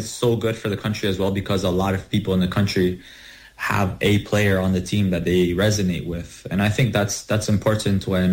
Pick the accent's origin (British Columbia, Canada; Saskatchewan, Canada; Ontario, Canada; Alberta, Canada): Ontario, Canada; Brampton; growing up in Brampton and playing, you know, on the streets and at the schools and at the parks in that city.